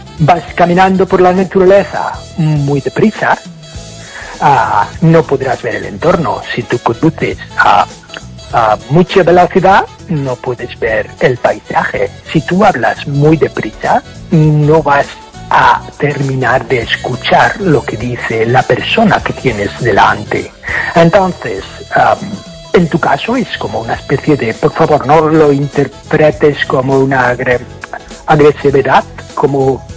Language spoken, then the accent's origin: Spanish; Ireland; first language English; Spanish is a second language